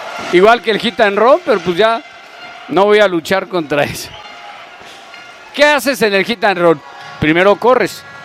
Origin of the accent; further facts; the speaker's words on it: Mexico; la cultura mexicana, así somos